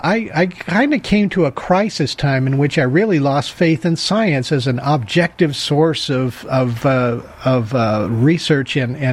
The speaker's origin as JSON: {"language": "English", "town": "Los Angeles", "region": "California", "country": "United States", "tie": "born or raised there", "said": "I grew up in Los Angeles, and in the Hollywood culture, I was not raised in a particularly religious home"}